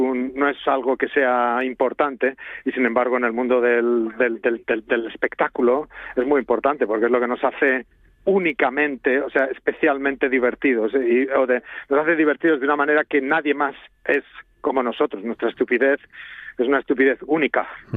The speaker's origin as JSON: {"language": "Spanish", "town": "Bilbao", "region": "Basque Country", "country": "Spain", "tie": "born or raised there", "said": "Mira, ahora estoy en Bilbao, que estoy intentando dar clases de vez en cuando aquí en mi pueblo."}